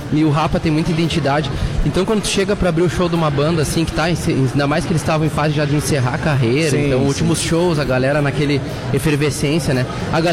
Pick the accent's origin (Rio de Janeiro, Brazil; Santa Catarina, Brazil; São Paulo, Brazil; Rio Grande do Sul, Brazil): Rio Grande do Sul, Brazil; Uruguaiana; eu sou de Uruguaiana, né? Sim. Então eu cresci com essa fronteira, com essa influência da fronteira